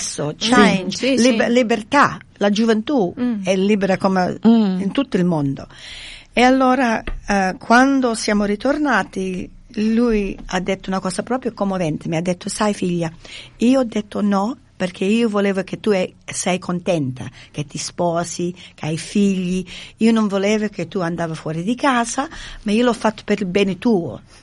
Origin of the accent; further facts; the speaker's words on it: Victoria, Australia; first language English; Italian is a second language; The local public primary school, which is in Barunga, sì. Barunga Public School. E dopo secondary school era St. Joseph's Secondary College in Mildura.